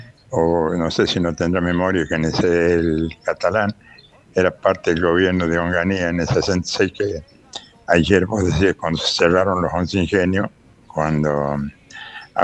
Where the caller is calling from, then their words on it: Manantial, Tucumán, Argentina; de Manantial.